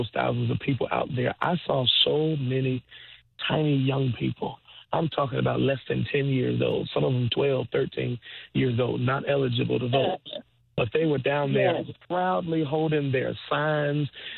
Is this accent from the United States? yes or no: yes; Chicago, Illinois, United States; I'll first say that I came from Chicago because I look at Alabama as we all should.